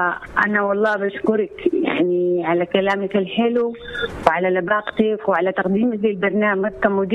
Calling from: Mansoura, Dakahlia, Egypt; أنا أكلمك من المنصورة.

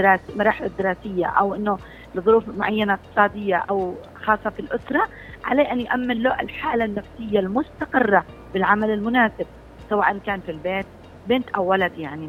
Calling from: Yemen; الطفل عندنا في اليمن

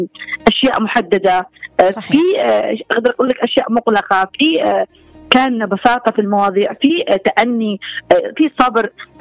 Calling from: Aden, Yemen; بالذات نحن في اليمن وفي عدن

